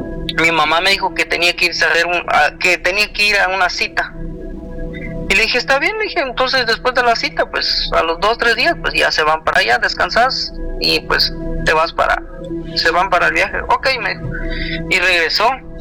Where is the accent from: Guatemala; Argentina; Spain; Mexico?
Guatemala; now in United States; yo soy de Guatemala